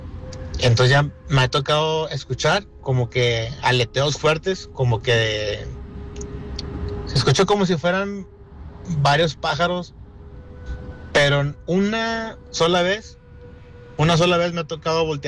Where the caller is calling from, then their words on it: Guadalupe, Nuevo León, Mexico; yo vivo en Guadalupe.